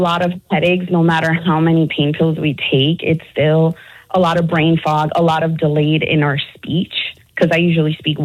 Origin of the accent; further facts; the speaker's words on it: New York, United States; now in Charlotte, United States; Well, I live in Charlotte, but I'm originally from New York.